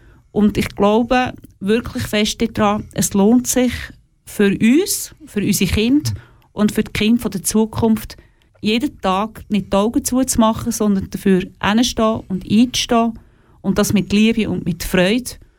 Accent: Sursee, Lucerne, Switzerland; also born or lived in Oberkirch; Und ich bin zwar in Sursee geboren und auch dort aufgewachsen und nachher in Oberkirch.

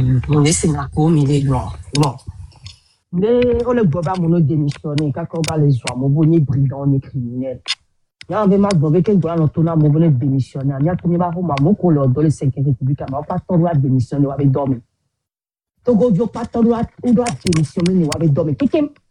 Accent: Togo; moi, je suis togolaise et fière de l'être. J'ai beau avoir la nationalité française, je suis fière d'être togolaise.

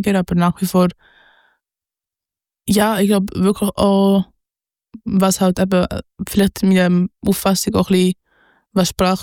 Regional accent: Bern, Switzerland; am Anfang bin ich in Bern aufgewachsen, also eigentlich deutschsprachige Stadt.

